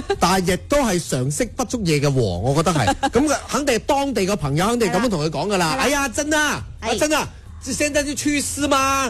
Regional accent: Guangdong, China; 其实我哋自己作为老广咧，老广咧就有一定嘅生活经验

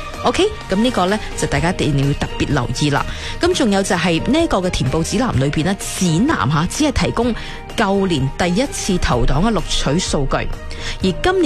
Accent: Guangdong, China; 特别对于我哋广东人嚟讲

